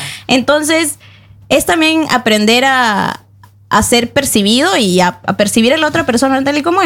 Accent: Peru; A ver, si bien los argentinos, que yo también me abrumo como peruana

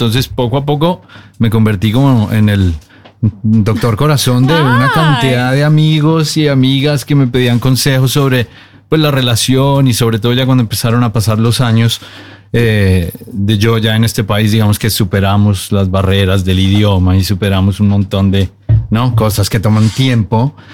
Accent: Bogotá, Colombia; moved away as an adult; also born or lived in Australia; now in Norway; yo soy colombiano, soy de Bogotá.

